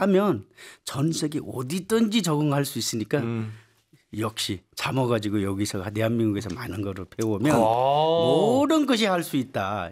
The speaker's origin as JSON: {"language": "Korean", "country": "Nepal", "second_language": "Korean", "moved": "as an adult", "lives_now": "South Korea"}